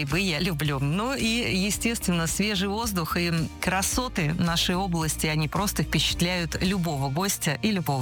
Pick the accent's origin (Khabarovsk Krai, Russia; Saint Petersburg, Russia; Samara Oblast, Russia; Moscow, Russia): Samara Oblast, Russia; Samara; А я уроженка Самары, точнее города Куйбышева.